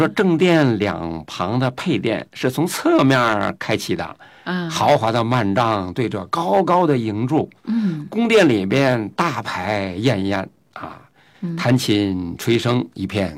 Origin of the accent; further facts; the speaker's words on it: China; 我们中国人自己的做法